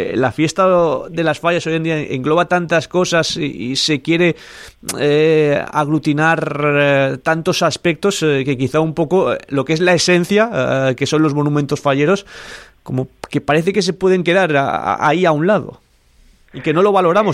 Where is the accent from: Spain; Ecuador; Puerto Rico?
Spain; Valencia, Valencian Community